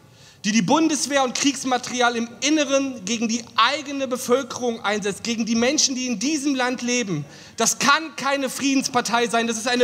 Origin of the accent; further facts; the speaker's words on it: East Germany, Germany; dann müssen auch wir als Ostdeutsche selbstbewusst auftreten.